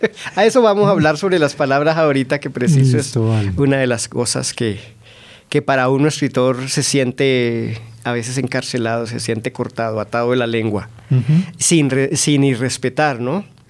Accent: Siachoque, Boyacá, Colombia; Sí, soy de Siachoque. Mi mamá es de Siachoque, mi abuelo y los antepasados de mi abuelo, quién sabe hasta qué

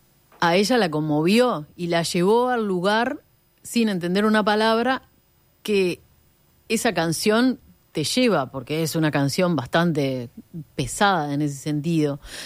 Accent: Uruguay

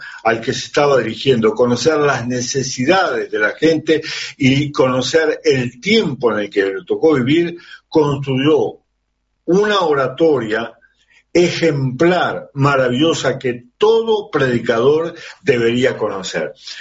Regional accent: Canelones, Uruguay; yo soy de Canelones

